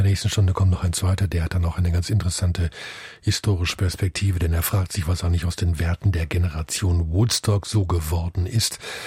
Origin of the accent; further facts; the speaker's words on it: Northern Germany, Germany; Als Norddeutscher weiß man natürlich, dass das stimmt.